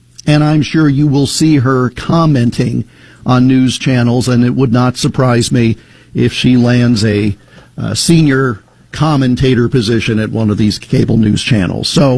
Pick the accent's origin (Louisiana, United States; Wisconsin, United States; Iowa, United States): Iowa, United States; Yes, it is in my home state of Iowa